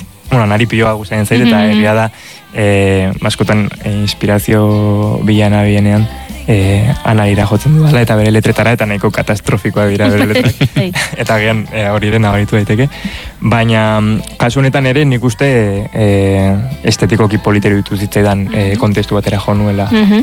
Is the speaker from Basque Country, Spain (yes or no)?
no; Pamplona, Navarre, Spain; ni Iruñekoa naiz, betianik bizi izan naiz Iruñan